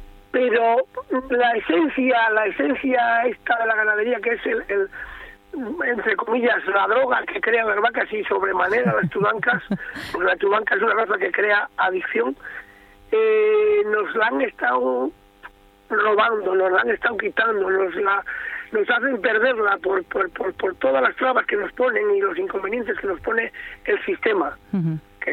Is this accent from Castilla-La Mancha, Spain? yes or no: no; Liébana, Cantabria, Spain; Nosotros hemos sido siempre una familia de ganaderos, llámalo como quieras, antiguos o muy, muy de la zona.